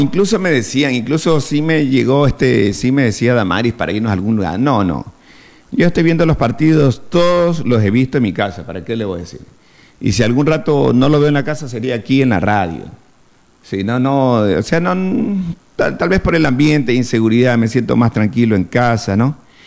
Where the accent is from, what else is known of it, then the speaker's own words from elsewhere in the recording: Ecuador; Yo soy ecuatoriano